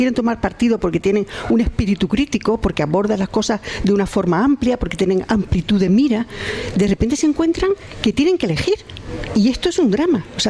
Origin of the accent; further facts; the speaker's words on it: Ceuta, Spain; Mira, yo vengo de Ceuta. Ceuta es un sitio que ahora mismo es un escenario de una guerra del siglo XXI o de un conflicto híbrido